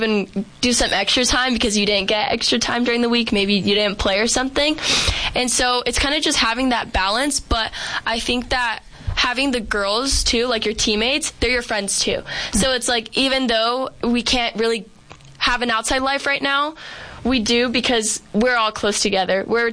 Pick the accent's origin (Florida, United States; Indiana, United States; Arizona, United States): Arizona, United States; Phoenix; But I love Arizona. I grew up here. I'm from Phoenix.